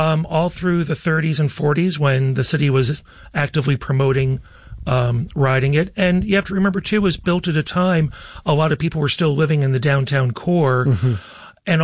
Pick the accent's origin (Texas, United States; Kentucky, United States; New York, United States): New York, United States; now in Rochester, United States; Growing up outside New York City and riding trains and using transit is just a part of life. I grew up in the suburbs, worked in New York City.